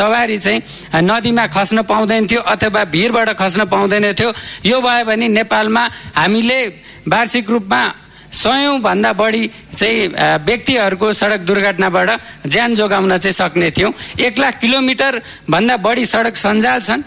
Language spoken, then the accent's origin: Nepali; Bagmati, Nepal; मेरो गृह जिल्ला सिन्धुलीमा